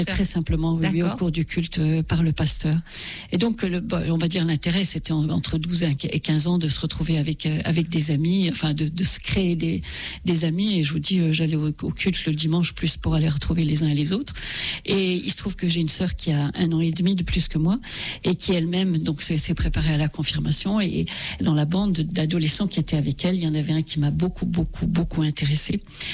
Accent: eastern France, France; born or raised there

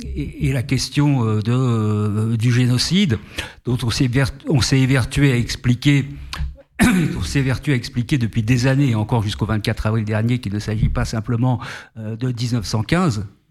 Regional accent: France; je suis français d'origine arménienne

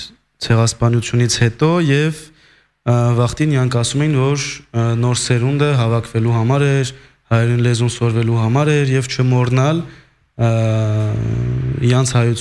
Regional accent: Lyon, Auvergne-Rhône-Alpes, France; Ես Լյոնից եմ

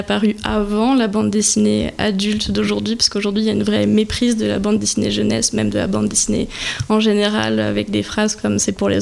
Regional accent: Bordeaux, Nouvelle-Aquitaine, France; also born or lived in French Guiana; Donc, je suis née en Guyane française et j'ai fait la plupart de mes études sur Bordeaux. Donc là, je viens de Bordeaux.

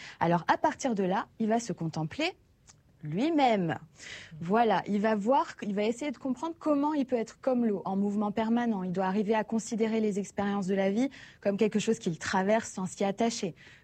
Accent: Réunion; c'est un peu une culture chez nous en Outre-mer.

